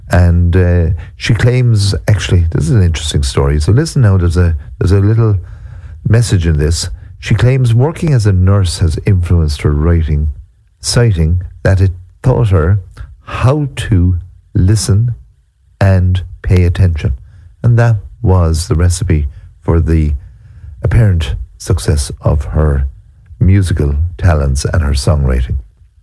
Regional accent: Ireland; Because as Irish folks, we should be able to let this resonate inside our souls.

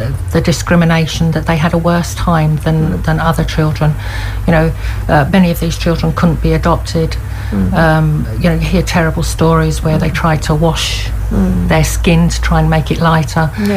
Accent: Ireland; as court people, as Irish people

